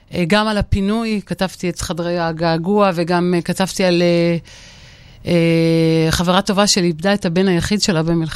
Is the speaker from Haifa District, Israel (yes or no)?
no; Kiryat Shmona, Northern District, Israel; now in Ra'anana, Israel; אז אני מגיעה מרעננה. היום אני ברעננה, במקור מקריית שמונה.